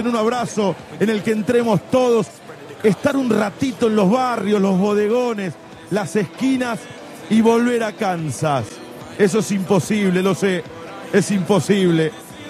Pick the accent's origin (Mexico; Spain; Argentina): Argentina